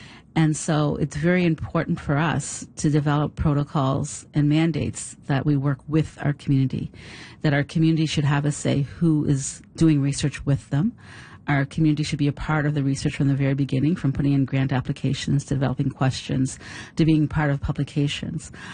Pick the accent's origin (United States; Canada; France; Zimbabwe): Canada; Beechville, Nova Scotia; it's always very important for me to ground myself in my historical African Nova Scotian community. So I was born and raised in Beechville.